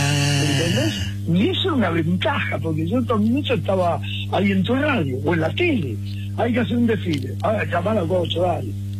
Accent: Buenos Aires, Argentina; Yo nací en Capital Federal, pero nací en Mataderos. Mi padre laburaba la carne, ¿viste?

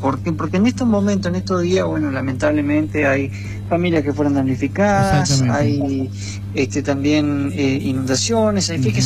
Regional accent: Argentina

